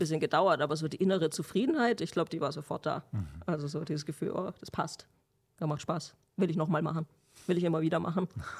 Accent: Stuttgart, Baden-Württemberg, Germany; als Stuttgarterin

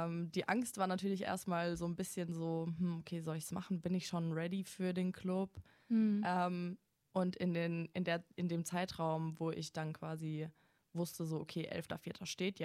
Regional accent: Mannheim, Baden-Württemberg, Germany; moved away as an adult; now in Stuttgart, Germany; ich komme ja ursprünglich aus Mannheim, wohne jetzt aber auch seit November hier in Stuttgart.

